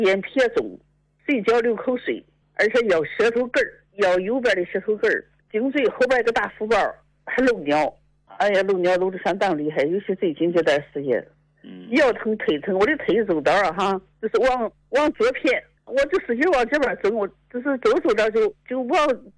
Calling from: Yantai, Shandong, China; 你好，大林老师，我是山东烟台的。

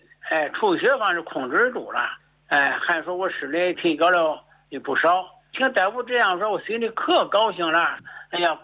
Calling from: Handan, Hebei, China; 我是河北省邯郸市那丛台校区的啊。

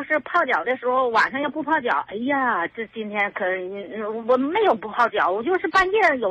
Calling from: Tianjin, China; 我是天津的，河东区的。

